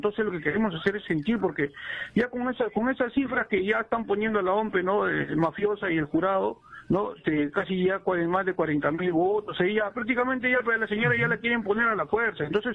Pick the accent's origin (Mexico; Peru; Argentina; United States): Peru; Lima; porque yo soy de Lima y siento lo que ellos también sufren y siento lo que ellos padecen.